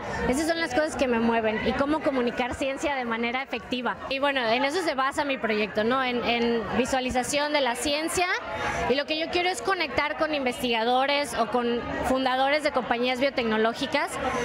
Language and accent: Spanish; Mexico; soy de México.